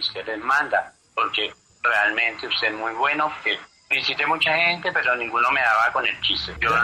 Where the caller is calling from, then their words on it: Sogamoso, Boyacá, Colombia; lo llamo desde Sogamoso.